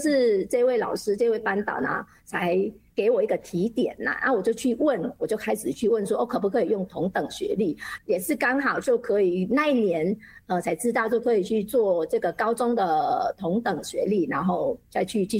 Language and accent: Chinese; Vietnam; Chinese is a second language; moved away; 那语言讲的是没有问题，可是写字对我们越南人来说，对我个人来说，写字还是一个到现在还是在努力当中的一个方面嘛。